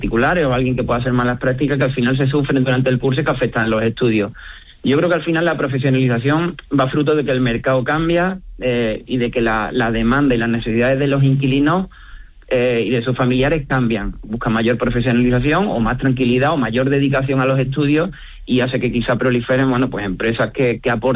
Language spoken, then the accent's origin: Spanish; Cádiz, Andalusia, Spain; moved away as an adult; now in Seville, Spain; yo soy de Cádiz, con lo cual yo me encontré y estudié aquí, ¿no?, en la Pablo de la Vide